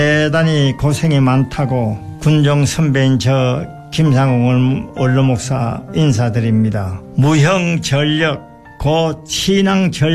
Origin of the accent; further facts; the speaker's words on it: Yeongdong, North Chungcheong, South Korea; moved away; 제 고향이 충북 영동군 상촌면 산골짜기입니다.